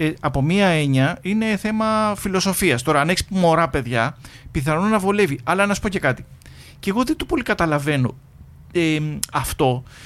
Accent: Greece; Εμείς ως Έλληνες, ρε παιδί μου, έχουμε στο μυαλό μας τις διακοπές

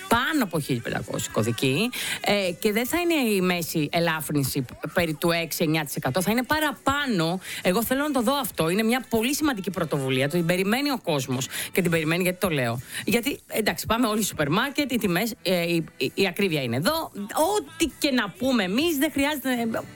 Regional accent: Western Greece, Greece; εμένα στο χωριό μου, επειδή πήγα, είχε πάρα πολύ κόσμο και όλα τα χωριά στην Ηλία

